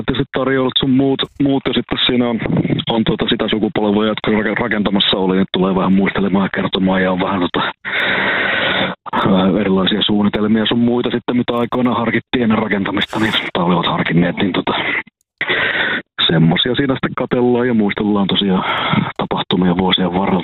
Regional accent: Kuopio, North Savo, Finland; Mä oon Kuopiosta, molemmat vanhemmat on Rautalammilta.

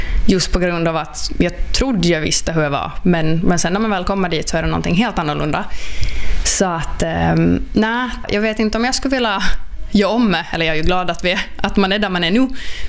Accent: Sideby, Ostrobothnia, Finland; also born or lived in Guangzhou, China; Ja, så jag kommer från Sideby då, en liten by utanför Kristinestad.

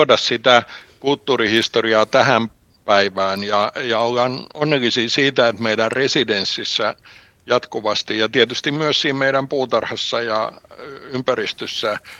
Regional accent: Ruovesi, Pirkanmaa, Finland; now in Helsinki, Finland; arkkitehti, joka olen Ruovedeltä kotoisin ja nykyisin vaikutan Helsingissä

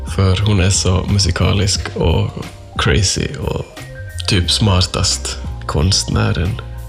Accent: Jakobstad, Ostrobothnia, Finland; Nya Testamentet. Jag är multikonstnär och kulturarbetare från Jeppis med rötter i Malax.

